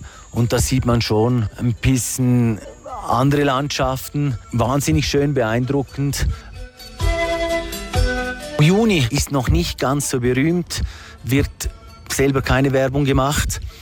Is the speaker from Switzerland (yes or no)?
yes; Switzerland; moved away as an adult; now in Sucre, Bolivia; Ich bin Schweizer, bin Bolivianer geworden, weil ich verheiratet bin mit einer Bolivianerin, die ich vor 26 Jahren hier kennengelernt habe in Bolivien. Ich wohne jetzt seit 15 Jahren hier in Sucre